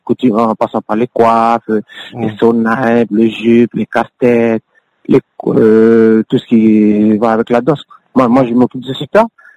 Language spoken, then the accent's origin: French; New Caledonia; Moi, je parle de nous, le peuple Kanak.